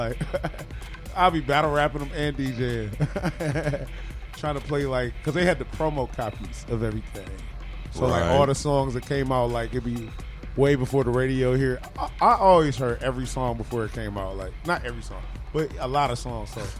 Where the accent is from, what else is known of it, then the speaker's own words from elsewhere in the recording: Detroit, Michigan, United States; Even though I'm from Detroit, Damon's.